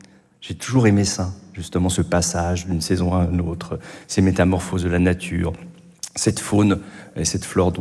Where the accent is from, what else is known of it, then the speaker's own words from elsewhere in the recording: Grand Est, France; moi j'habite en Lorraine, comme on le sait, je vis en Lorraine, je suis né en Lorraine, depuis que je suis petit, je suis tout le temps dans la nature.